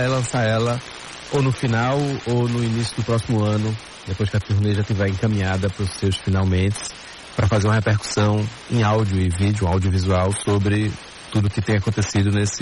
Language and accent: Portuguese; Serra Talhada, Pernambuco, Brazil; pelo menos lá no interior de Pernambuco, de onde eu sou de Serra Talhada, 420 quilômetros de Recife.